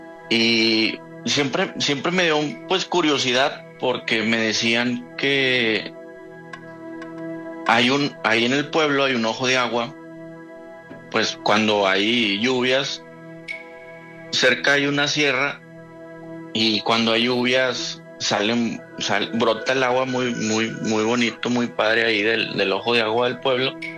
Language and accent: Spanish; San Nicolás de los Garza, Nuevo León, Mexico; now in Apodaca, Mexico; Soy de... Pues soy de San Nicolás, de Los Garza, pero vivo en Apodaca, Nuevo León.